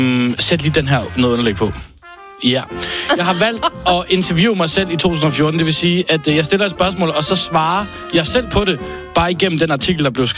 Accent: Silkeborg, Central Denmark Region, Denmark; born there; moved away; Og det er jo lokalsprøjten hjemme i Silkeborg.

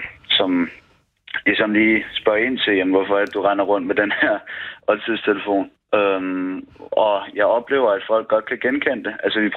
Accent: Rudersdal, Capital Region of Denmark, Denmark; now in Tingbjerg, Denmark; Jamen, jeg ringer fra Tingbjerg. Jeg er vokset op i Rudersdal Kommune, og der fik vi skole-iPads i 3. klasse.

